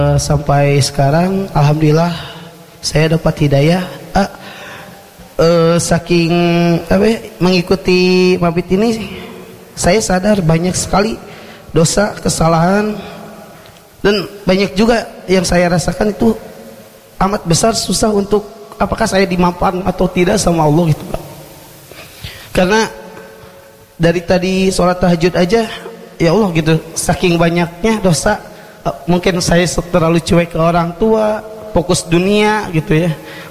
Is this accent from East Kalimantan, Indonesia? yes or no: no; Padalarang, West Java, Indonesia; Saya dari Padalarang.